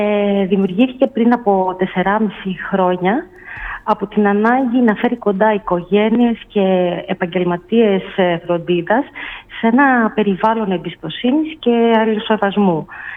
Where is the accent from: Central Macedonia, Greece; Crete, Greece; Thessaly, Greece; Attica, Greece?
Central Macedonia, Greece; Thessaloniki; Ξεκίνησα με τη Θεσσαλονίκη γιατί είναι η πόλη μου.